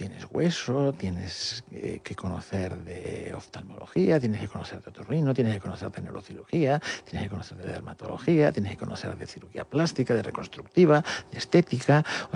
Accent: Canary Islands, Spain; born there; moved away as an adult; also born or lived in Motril / Granada / Madrid; como todo canario que va a estudiar a Madrid, pues muchos de ellos estudian en colegios mayores.

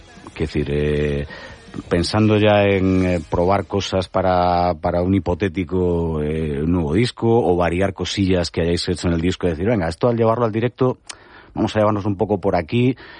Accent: Pontevedra, Galicia, Spain; Yo es que soy de Pontevedra.

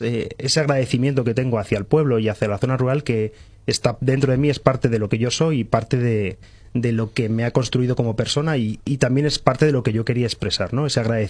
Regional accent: Babón, Spain; Por desgracia, en mi pueblo, en los años 90 se cerró la escuela. Yo fui uno de esos últimos chavales que fueron a la escuela en Babón

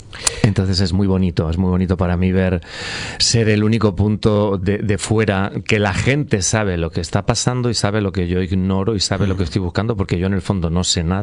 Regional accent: Valladolid, Castile and León, Spain; moved away

